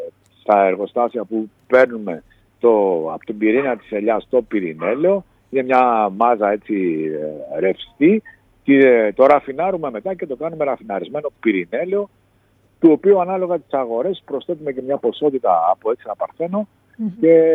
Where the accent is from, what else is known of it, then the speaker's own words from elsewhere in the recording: Greece; σαν Έλληνες παραγωγοί και Ευρωπαίοι